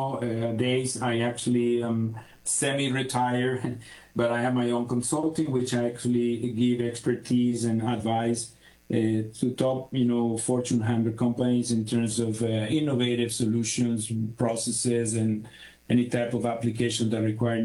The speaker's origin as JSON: {"language": "English", "country": "Venezuela", "tie": "born or raised there", "said": "I grew up in Venezuela. I don't know if you're familiar. Well, nowadays it's in the news, but Venezuela is an incredible nature-driven country."}